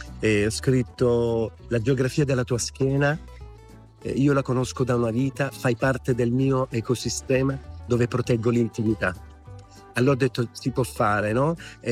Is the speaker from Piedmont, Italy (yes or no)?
no; Apulia, Italy; Io sono pugliese, sì.